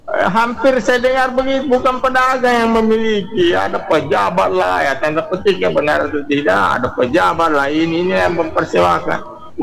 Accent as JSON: {"language": "Indonesian", "town": "Palu", "region": "Central Sulawesi", "country": "Indonesia", "tie": "born or raised there", "said": "Kita kok hidup di Ujuna sih, itu kita besar di Ujuna."}